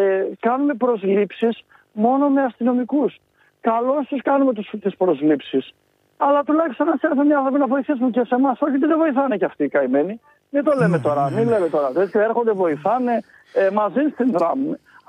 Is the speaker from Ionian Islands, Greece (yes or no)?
no; Thessaloniki, Central Macedonia, Greece; now in Athens, Greece; γιατί εγώ είμαι από Θεσσαλονίκη και ήρθα και στην έδρα μας στην Αθήνα